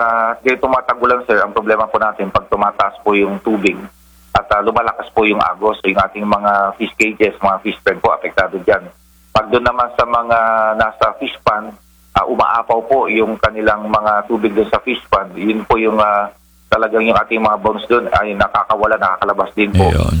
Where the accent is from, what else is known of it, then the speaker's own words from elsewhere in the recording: Ilocos Region, Philippines; dito sa amin sa Pangasinan.